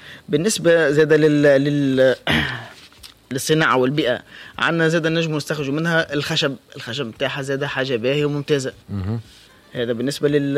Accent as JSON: {"language": "Arabic", "country": "Tunisia", "said": "اللي عندنا في تونس."}